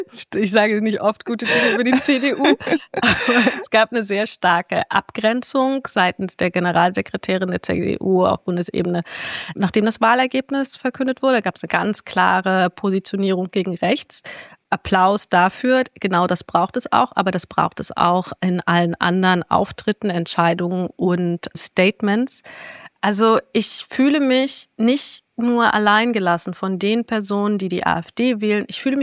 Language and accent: German; Wernigerode, Saxony-Anhalt, Germany; moved away; Ich bin auch aus Wernigerode, was gleich neben Halberstadt liegt, gegangen, weil es einfach zu krass war, was ich dort erlebt habe hinsichtlich rechter Gewalt.